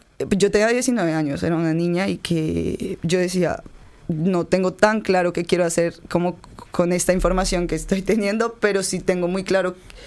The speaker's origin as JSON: {"language": "Spanish", "country": "Colombia", "moved": "as an adult", "lives_now": "Argentina"}